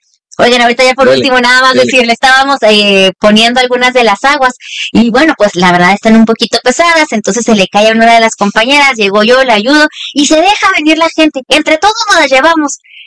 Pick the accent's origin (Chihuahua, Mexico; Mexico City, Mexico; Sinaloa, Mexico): Chihuahua, Mexico; Ciudad Juárez; yo soy de Juárez